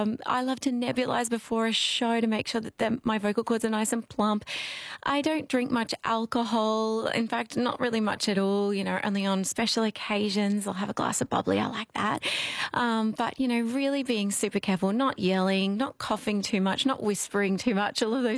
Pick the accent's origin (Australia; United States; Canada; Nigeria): Australia; So when I was touring in Poland as an Australian, people would ask me, you know, what's your name?